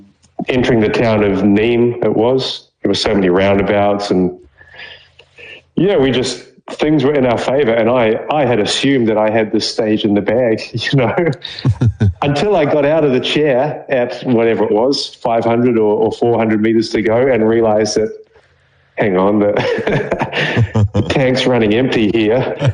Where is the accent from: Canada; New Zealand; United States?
New Zealand; especially for us as Kiwi boys